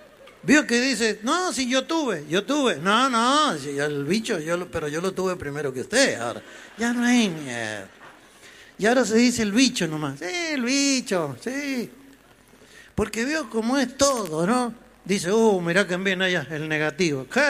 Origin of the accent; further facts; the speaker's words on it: Mendoza, Argentina; Sí, como buen mendocino, los vamos a comer unos mondiolos, unos chorizos con cebená.